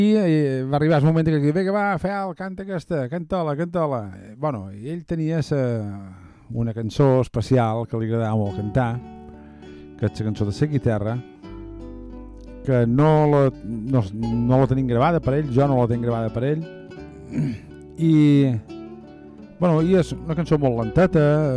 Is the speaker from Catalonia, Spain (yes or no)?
no; Ferreries, Balearic Islands, Spain; jo som de Ferreries, jo solia anar a la mitjana a romandre.